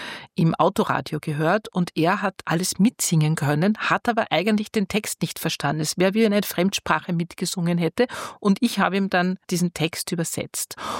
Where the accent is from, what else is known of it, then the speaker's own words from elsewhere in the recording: Austria; accent: Austrian; Wie Sie ja unweigerlich hören, bin ich Österreicherin. Das heißt, ich bin natürlich auch aufgewachsen und jung gewesen in der Zeit des Austropops … wie sie alle heißen.